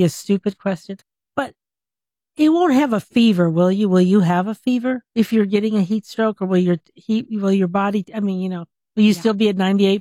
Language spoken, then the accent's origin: English; Albuquerque, New Mexico, United States; I grew up here in Albuquerque